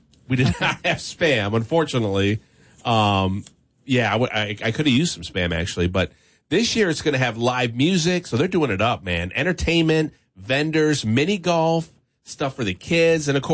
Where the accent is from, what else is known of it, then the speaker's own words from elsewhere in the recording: Battle Creek, Michigan, United States; born and raised in Battle Creek